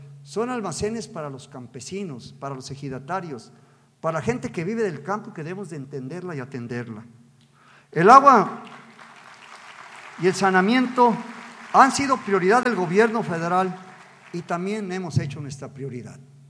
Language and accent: Spanish; Tepic, Nayarit, Mexico; un río que representa muchas cosas para los que somos de Tepic